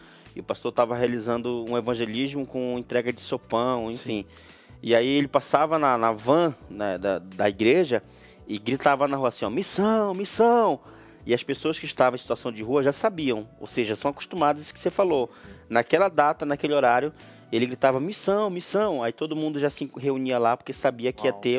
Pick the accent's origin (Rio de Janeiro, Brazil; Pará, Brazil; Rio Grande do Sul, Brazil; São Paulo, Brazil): Pará, Brazil; Santarém; Por exemplo, lá na minha cidade, Santarém, Pará, eles fazem diversos tipos de evangelismos.